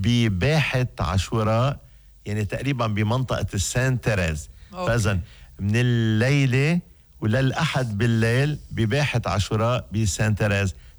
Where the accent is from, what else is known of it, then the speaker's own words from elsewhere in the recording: Lebanon; نحن بلبنان